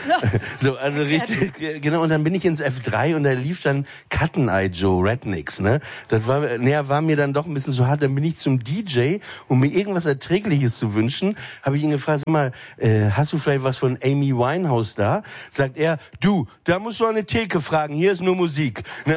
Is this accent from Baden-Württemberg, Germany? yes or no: no; Papenburg, Lower Saxony, Germany; Ich meine, ich komme aus Papenburg im Emsland, ne, da ist das eh, da benutzt man auch nicht so viele Worte